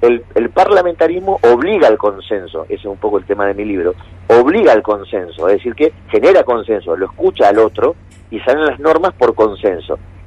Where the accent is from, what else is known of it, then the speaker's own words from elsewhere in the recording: Argentina; como somos los argentinos